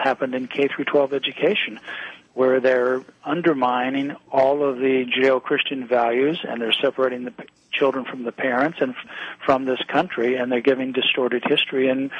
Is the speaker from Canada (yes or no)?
no; Florida, United States; You know, when I grew up in Florida, when I was in K through 12 school, we had mandatory courses called Americanism versus Communism.